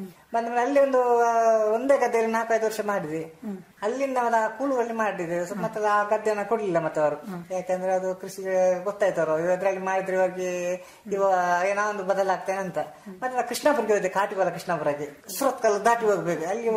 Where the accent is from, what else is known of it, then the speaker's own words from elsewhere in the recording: Karnataka, India; born there; ನಾವೊಂದು ತುಳುನಾಡ ಮಣ್ಣಲ್ಲಿ ಹುಟ್ಟಿದವ ನಾವು